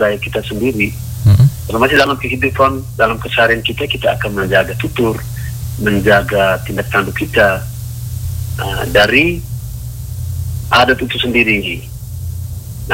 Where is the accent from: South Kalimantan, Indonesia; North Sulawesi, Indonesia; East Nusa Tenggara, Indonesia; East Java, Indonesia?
East Nusa Tenggara, Indonesia; kita, orang Wogo